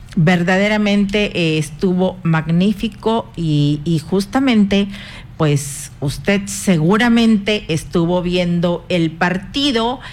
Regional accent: Mexico

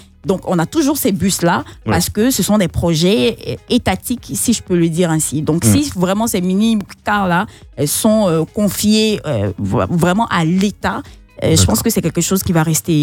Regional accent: Côte d’Ivoire; On est ivoirien

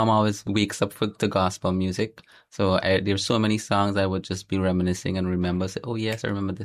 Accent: Trinidad & Tobago; also born or lived in Guyana; Growing up in Trinidad was pretty good. It was a different experience. To be honest, I was very young.

